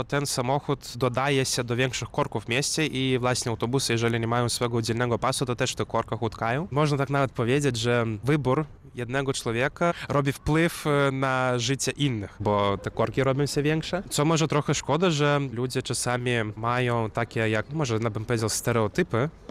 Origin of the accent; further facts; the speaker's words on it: Vilnius, Vilnius County, Lithuania; u nas w Wilnie